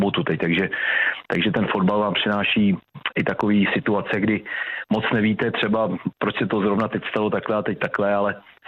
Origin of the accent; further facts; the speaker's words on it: Prague, Czechia; moved away; když jsem byl, řeknu, malý, tak jsem původem z Prahy